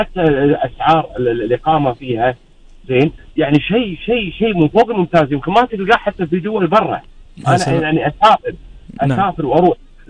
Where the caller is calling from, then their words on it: Kuwait; الفنادق الكويتيه اللي موجوده هنا في الدوله